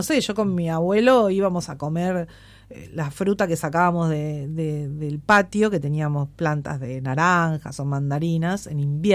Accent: Capitán Bermúdez, Santa Fe, Argentina; yo me crié en Capitán Bermúdez, está al lado de Rosario. Eso es como si fuese un barrio de Rosario

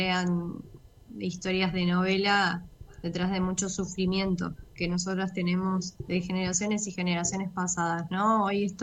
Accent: Argentina; Nosotros como argentinas y argentinos

